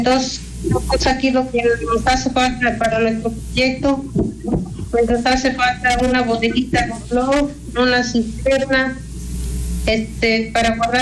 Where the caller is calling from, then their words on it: Mexico; De aquí, de la comunidad de Jacomonco